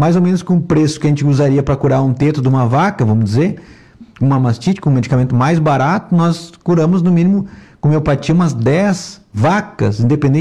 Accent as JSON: {"language": "Portuguese", "region": "Rio Grande do Sul", "country": "Brazil", "said": "Eu sou gaúcho, né? Mas os gaúchos são meio bairristas, né?"}